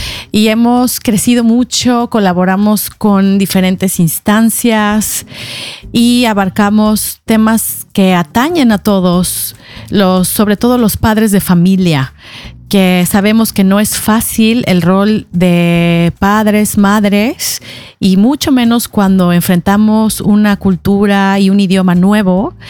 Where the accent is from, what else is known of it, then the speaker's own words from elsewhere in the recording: Mexico City, Mexico; now in Norway; soy de la Ciudad de México